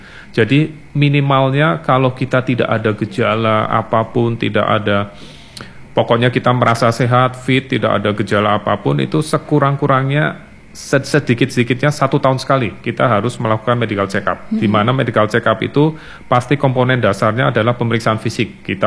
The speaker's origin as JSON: {"language": "Indonesian", "country": "Indonesia"}